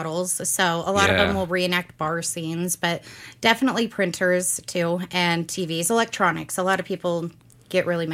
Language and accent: English; Utah, United States; moved away as an adult; And then when we moved up here, we're from Utah.